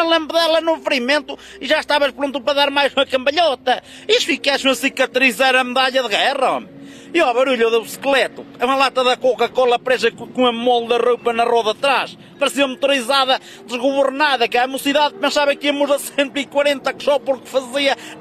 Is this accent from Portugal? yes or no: yes; Valdafife, Trás-os-Montes, Portugal; Já tenho idade para ter juízo e venho de Valdafife, ali do Nordeste Transmontano.